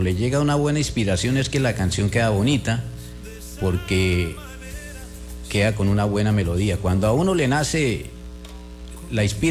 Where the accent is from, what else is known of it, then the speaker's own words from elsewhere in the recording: Ocaña, Norte de Santander, Colombia; now in Cúcuta, Colombia; Yo soy de Ocaña, pero vivo acá en Cúcuta hace mucho tiempo.